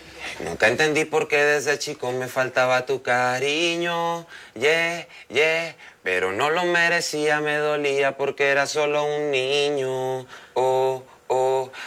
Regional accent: Tepic, Nayarit, Mexico; Soy de Tepic, Nayarit, orgullosamente.

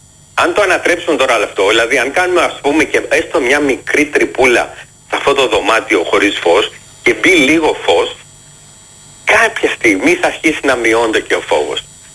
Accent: Nigeria; Greek is a second language; now in Ireland; Αλλά εγώ εντάξει, μένω στην Ιρλανδία, είμαι από την Αιγυρία, αλλά εγώ κατά πάθος είμαι Έλληνας.

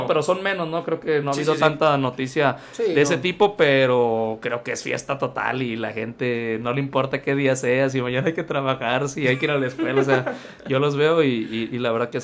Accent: Mexico; como buenos mexicanos también nosotros ahí

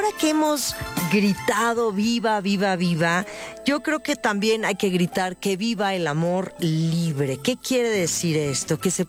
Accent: Mexico

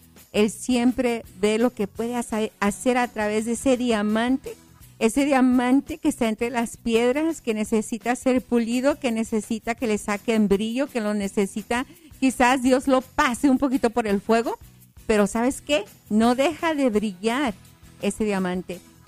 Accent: El Paso, Texas, United States; ya estoy aquí de nuevo, extrañando la playa, pero aquí de nuevo en mi tierra, donde brilla el sol, en la tierra donde hay mucha arena. Sí, aquí hay arena, hay mucho desierto, pero ¿sabes qué? Amo El Paso, Texas.

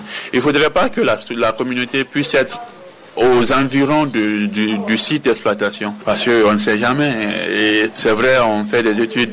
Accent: Siguiri, Kankan Region, Guinea; Entreprise, surtout même chez nous à Siguiri, c'est comme ça toujours.

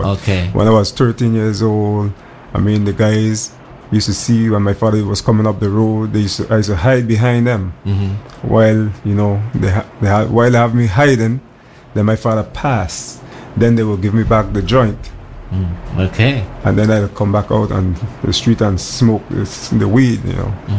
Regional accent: St. Croix, U.S. Virgin Islands; also born or lived in Anguilla; Yes, actually, I was born in Anguilla, and then my family migrated to St. Croix, U.S. Virgin Islands. That's where I did some of my schooling, from elementary to high school.

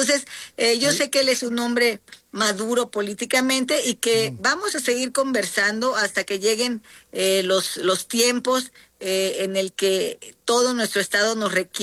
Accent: Guerrero, Mexico; yo soy emanada o soy del pueblo afromexicana, soy costeña

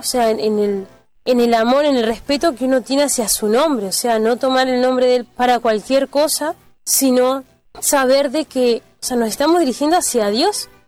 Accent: Uruguay; born there; yo nací en Uruguay, tengo 7 hermanos

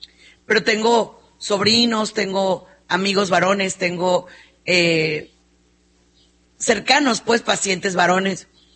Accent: Mexico; nosotros que somos mexicanos, pues somos muy vigueros, muy groseros.

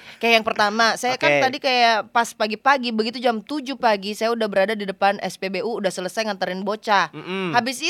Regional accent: Makassar, South Sulawesi, Indonesia; Sebagai warga Kota Makassar

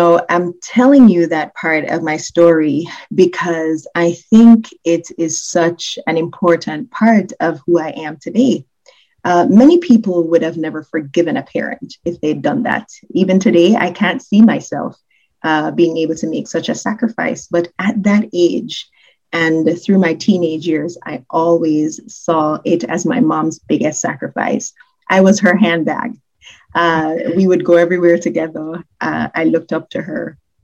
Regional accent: May Pen, Clarendon, Jamaica; moved away as an adult; now in United States; I'm from the rural area of Jamaica, Maypin, Clarendon. Oh, wow. And I grew up there for most of my life, matriculating onto high school at Glenmere High School in Maypin.

